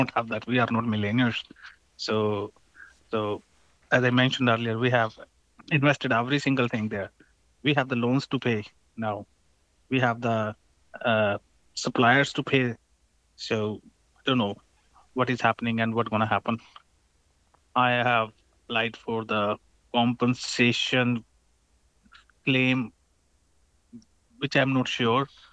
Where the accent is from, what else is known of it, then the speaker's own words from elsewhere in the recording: India; I'm Indian, yeah.